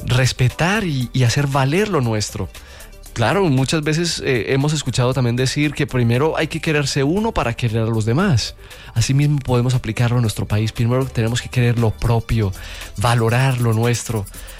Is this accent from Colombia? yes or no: yes; Colombia; nosotros como colombianos sabemos lo que nos ha tocado, lo que vivimos